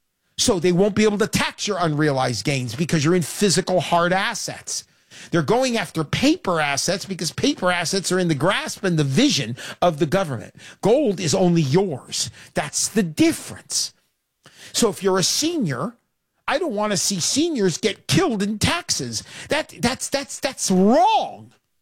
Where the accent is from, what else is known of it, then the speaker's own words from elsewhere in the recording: California, United States; Southern California.